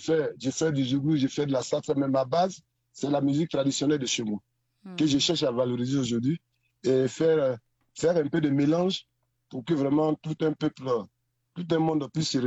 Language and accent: French; Toulépleu, Montagnes, Côte d’Ivoire; Et je suis fils du Cavali, précisément de Touloupleu. Et ivoirien.